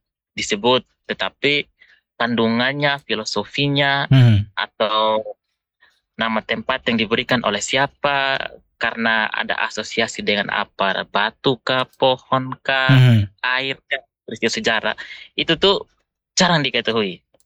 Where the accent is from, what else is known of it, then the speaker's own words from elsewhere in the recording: Amanuban, East Nusa Tenggara, Indonesia; desa saya ini desa Napi.